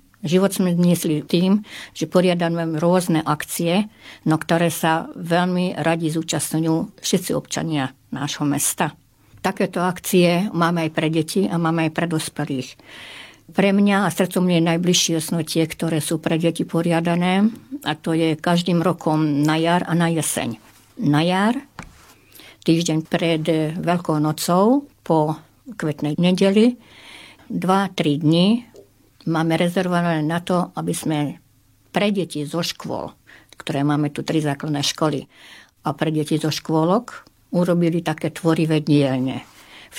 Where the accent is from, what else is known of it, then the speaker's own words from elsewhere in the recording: Oroszlány, Komárom-Esztergom, Hungary; u nás v Oroslani boli zaužívané krupicové šulance.